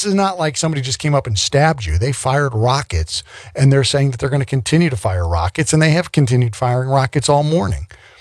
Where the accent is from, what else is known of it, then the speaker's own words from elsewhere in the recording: United States; I'm saying as an American